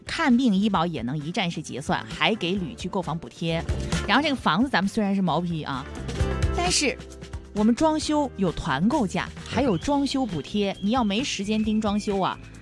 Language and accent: Chinese; Hunan, China; 我们湖南人接受度非常的高